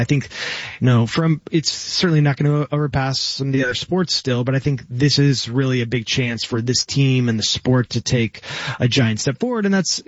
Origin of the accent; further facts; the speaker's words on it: Bay Area, California, United States; growing up in the Bay Area